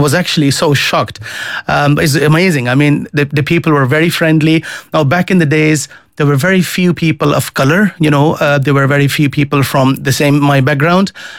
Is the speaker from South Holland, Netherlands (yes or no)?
yes; The Hague, South Holland, Netherlands; English is a second language; moved away as an adult; now in Ireland; Then I grew up in the Netherlands and, you know, that's where I went to primary school, secondary school. We speak Dutch with my siblings. We speak Dutch with each other. We don't speak any other language. And for us, Den Haag, The Hague, is our homet